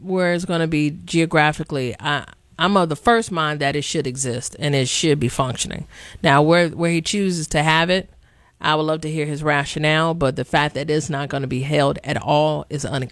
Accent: Chicago, Illinois, United States; born there; I grew up with it in Washington Park, too.

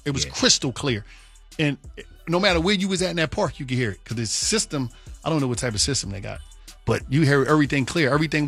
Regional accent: Philadelphia, Pennsylvania, United States; I'm from Philly

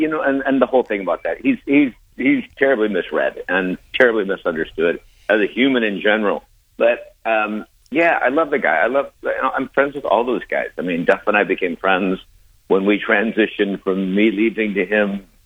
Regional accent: Minneapolis, Minnesota, United States; I'm calling you from Minneapolis, too, so that's how my hometown is.

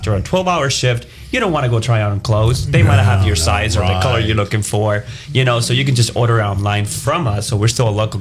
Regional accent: Cuba; moved away; I was born and raised in Cuba.

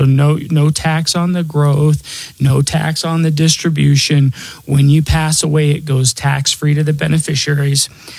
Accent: Denver, Colorado, United States; born or raised there

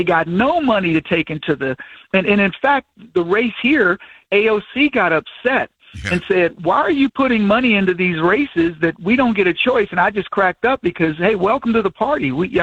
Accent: the South, United States; But it was me coming of age, growing up in the South.

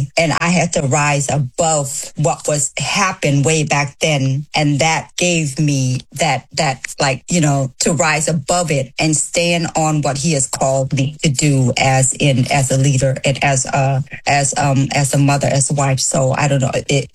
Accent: Wisconsin, United States; born there; growing up in Wisconsin as a refugee

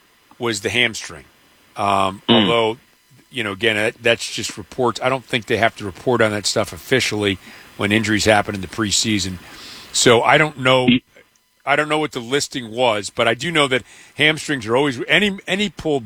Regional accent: New York, United States; I grew up in New York and hated the Yankees.

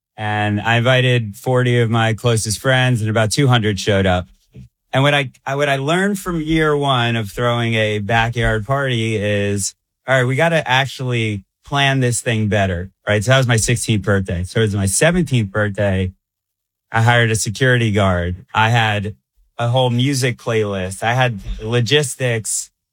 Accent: Huntington, New York, United States; Yes, I grew up outside New York, small town called Huntington, halfway to the Hamptons from New York City.

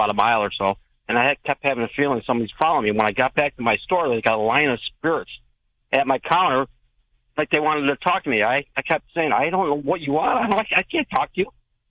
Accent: New York, United States; now in Maui, United States; I'm from upstate New York, and I had a small auto parts business.

